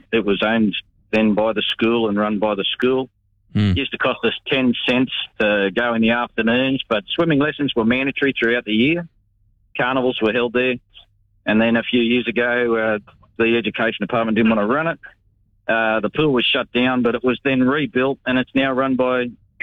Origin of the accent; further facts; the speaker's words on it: Denistone East, New South Wales, Australia; In the 60s, I grew up in Denniston East and went to Denniston East Public School.